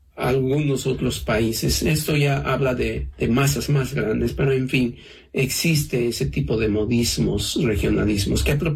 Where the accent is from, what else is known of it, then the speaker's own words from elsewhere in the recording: Cusco, Peru; moved away; Yo soy de Cusco